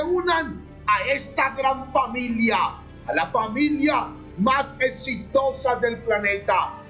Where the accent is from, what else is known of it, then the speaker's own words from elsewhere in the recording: Guatemala; mi hermosa familia de aquí, de mi bello país de Guatemala!